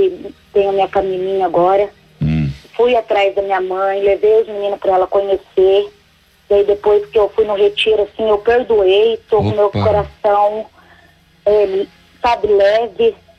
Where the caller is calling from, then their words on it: Mauá da Serra, Paraná, Brazil; De Mauá da Serra, Paraná.